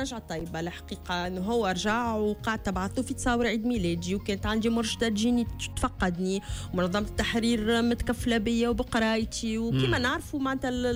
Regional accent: Tunisia; أما أنا تونسية حتى النخاع

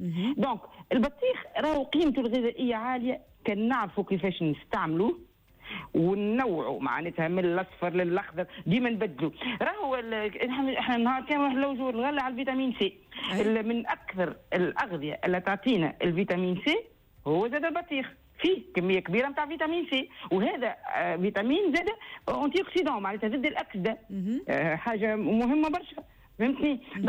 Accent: Tunisia; عندنا في تونس

